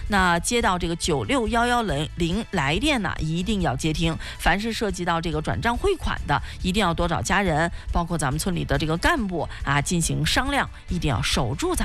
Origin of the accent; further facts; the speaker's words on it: Ningxia, China; 也是咱们宁夏人很熟悉的老品种了。